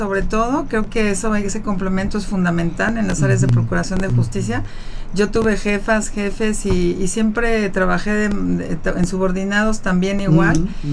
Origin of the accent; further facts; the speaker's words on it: Mexico; pues eso me da mucha alegría como mexicana, porque soy mexicana y he vivido dentro del sistema de justicia